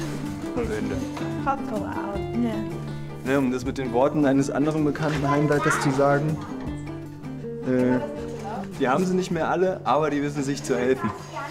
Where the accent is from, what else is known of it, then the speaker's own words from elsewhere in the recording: Frankfurt, Hesse, Germany; now in Bremen, Germany; Ursprünglich komme ich genauso wie Henny aus Frankfurt und jetzt mit der Familie seit 8 Jahren, glaube ich, in Bremen.